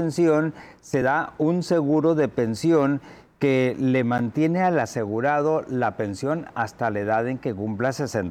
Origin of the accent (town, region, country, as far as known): Mexico